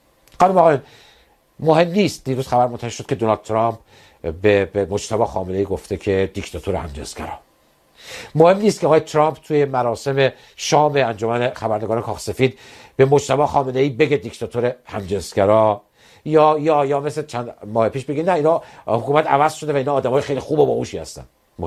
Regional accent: Iran; من ایرانی هستم،

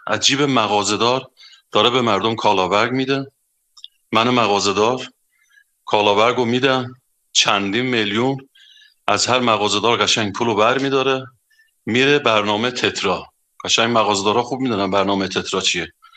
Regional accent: Ardabil, Ardabil Province, Iran; من از اردبیلم، روز 18 اونجا داشتن جوانا رو میزدن

